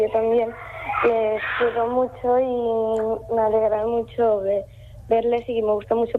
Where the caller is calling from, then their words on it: Lillo, Castilla-La Mancha, Spain; Somos de Lillo